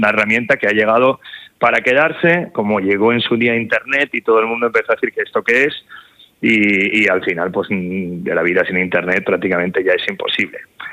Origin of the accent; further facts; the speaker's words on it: Barcelona, Catalonia, Spain; born there; no soy murciano, no tengo sangre murciana, la tengo de Andalucía, yo nací en Barcelona